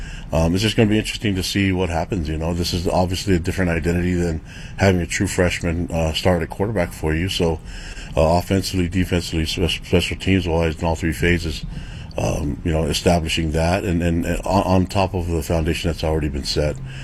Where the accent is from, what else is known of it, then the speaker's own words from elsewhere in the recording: North Shore, Hawaii, United States; moved away; We're all from the North Shore in Hawaii together.